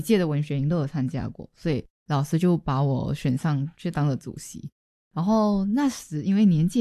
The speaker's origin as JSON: {"language": "Chinese", "region": "Penang", "country": "Malaysia", "said": "然后我来自马来西亚槟城，目前是娜娜的同班同学。"}